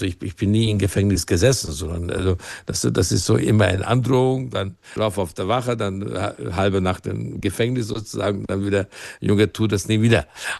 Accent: Hungary; now in Germany; das war für mich natürlich als ein geflüchteter Ungar, also mein Geburtsland und meine Heimat Deutschland war nie mehr verbunden als in diesem Augenblick

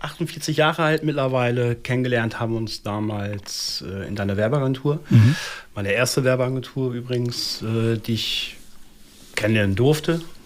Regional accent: Enschede, Overijssel, Netherlands; also born or lived in Gronau, Germany; aufgewachsen in Enschede mit meinem Zwillingsbruder.

